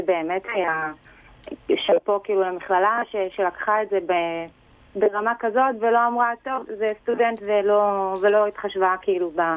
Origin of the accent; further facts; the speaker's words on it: Haifa, Haifa District, Israel; מקריית חיים.